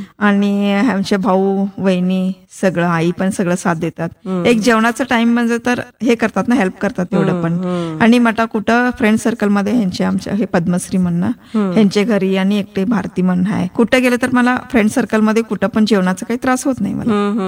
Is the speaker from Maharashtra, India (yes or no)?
no; Karnataka, India; moved away as an adult; now in Halga, India; आम्ही माहेर गांधीनगर.